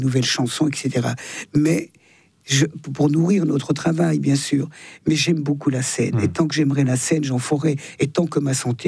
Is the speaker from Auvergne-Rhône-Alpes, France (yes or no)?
yes; Auvergne-Rhône-Alpes, France; J'ai des habitudes savoyardes. Je suis plus savoyarde que française. D'ailleurs, les Savoyards, on est français depuis 150 ans.